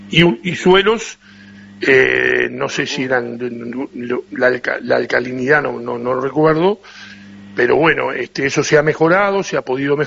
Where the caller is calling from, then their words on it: Cardona, Soriano, Uruguay; en esta zona particularmente, te hablo de Cardona, la zona de Cuchilla del Perdido